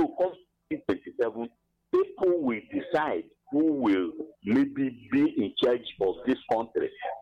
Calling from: Enugu State, Nigeria; I'm calling from Apanik, Enugu.

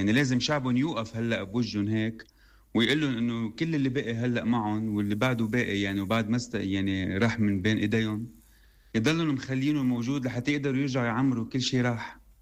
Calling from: South Governorate, Lebanon; من الجنوب.

